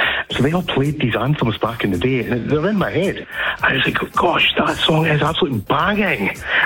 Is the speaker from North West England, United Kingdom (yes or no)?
no; Dundee, Scotland, United Kingdom; I'm from Broughty Ferry in Dundee. It's the posh part, okay, as you can tell by my accent.